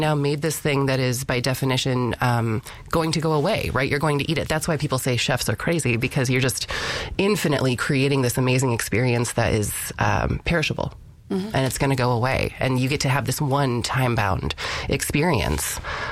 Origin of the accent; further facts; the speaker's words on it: Ohio, United States; I grew up in Ohio, and I think an important part of this conversation is to highlight, not everyone's from here.